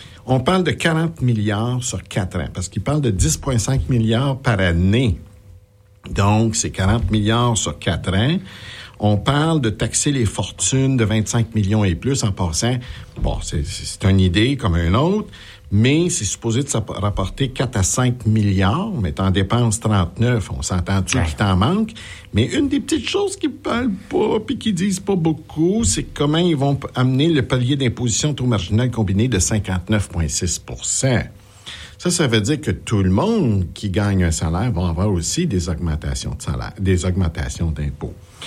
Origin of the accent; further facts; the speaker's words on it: Canada; on est canadien